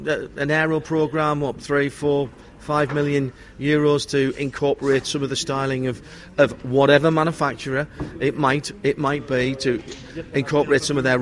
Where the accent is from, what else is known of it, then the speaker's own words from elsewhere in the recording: Sunderland, North East England, United Kingdom; Just this week, in my hometown in Sunderland, the biggest car manufacturing plant in the UK is Nissan.